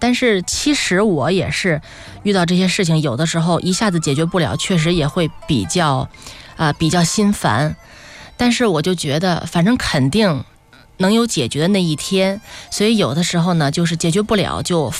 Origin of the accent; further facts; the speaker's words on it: Chengde, Hebei, China; 因为我老家河北承德